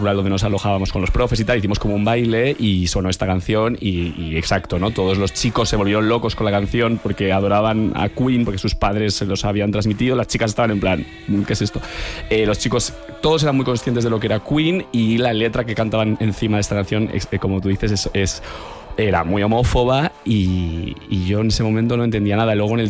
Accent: Navarre, Spain; yo también vengo de un pueblo de Navarra

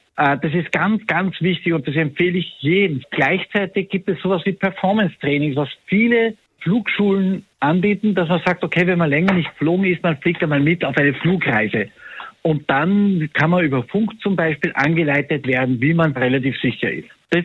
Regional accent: Austria; Es sind immer wieder bei uns in Österreich, wo wir oft aber lachen, Leute aus anderen Ländern, die mit Sandalen im schlimmsten Wetter auf den Berg gehen

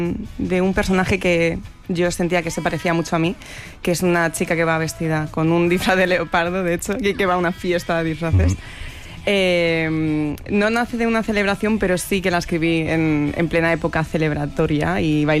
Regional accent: Madrid, Community of Madrid, Spain; Yo soy de Moratalaz y me quedo con Moratalaz porque vivo ahí, llevo 35 años viviendo ahí, bueno, 34

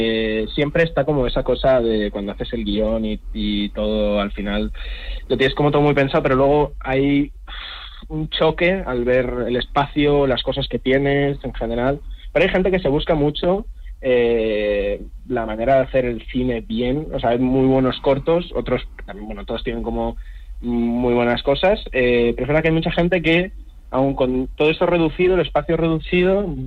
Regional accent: Madrid, Community of Madrid, Spain; pero yo soy de Madrid

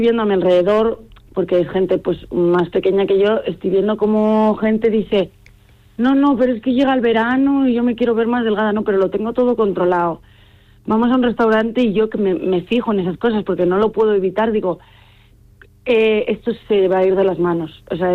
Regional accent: Palencia, Castile and León, Spain; yo soy de Palencia

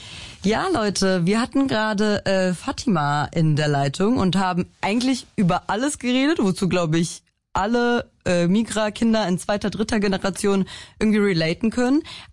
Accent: Germany; also born or lived in Poland; Ich bin nur in Polen geboren, aber aufgewachsen halt in Deutschland, deutsche Schule und alles.

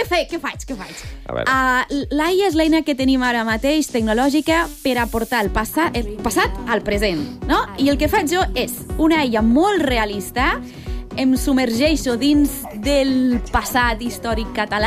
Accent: Lleida, Catalonia, Spain

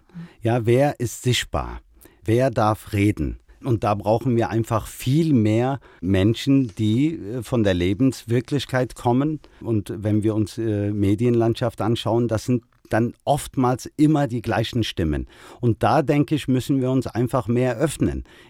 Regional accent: Germany; mein Bundeskanzler ist Friedrich Merz, ich lebe hier, ich bin Deutscher.

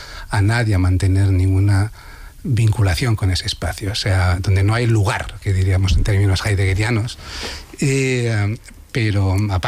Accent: Valencian Community, Spain; sí, soy valenciano, yo conozco de cerca lo que es la especulación

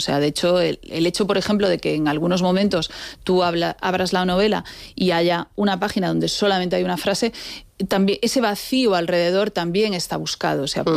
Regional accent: A Coruña, Galicia, Spain; Digámoslo, soy gallega. Gallega de A Coruña.

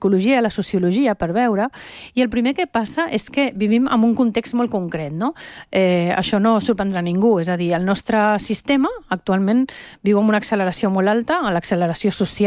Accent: Venezuela; accent: Venezuelan; now in Barcelona, Spain; Perquè jo quan vaig arribar de Venezuela, vaig venir directe de Venezuela aquí a Barcelona, parlava un català amb accent veneçolà

